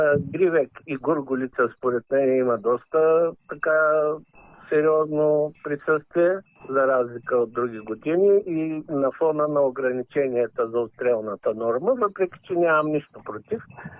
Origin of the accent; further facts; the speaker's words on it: Ruse, Ruse Province, Bulgaria; now in Balchik, Bulgaria; Все пак аз съм русенец, съм израсъл на Дунава.